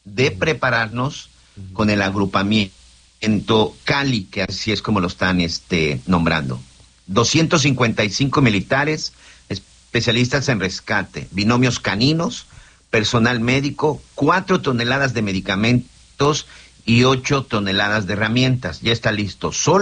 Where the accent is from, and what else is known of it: Mexico